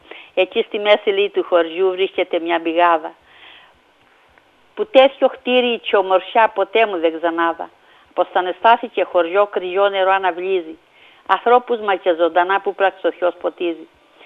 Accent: Greece; moved away; στο χωριό μου, ναι, το Νεφιά.

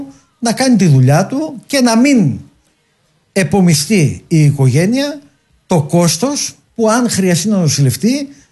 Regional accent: Greece; Απλά ως Έλληνας

